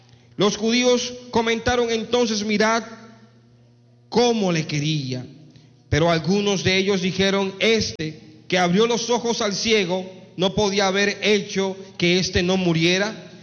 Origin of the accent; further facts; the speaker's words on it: Barranquilla, Atlántico, Colombia; vengo de la ciudad de Barranquilla, Colombia.